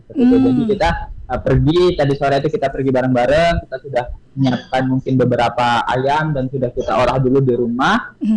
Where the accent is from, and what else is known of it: Indonesia; now in Turkey